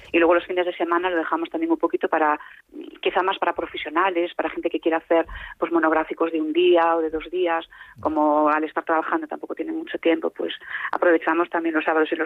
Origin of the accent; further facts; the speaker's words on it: Narón, Galicia, Spain; moved away as an adult; now in Ferrol, Spain; yo soy de Pedroso, de Narbonne.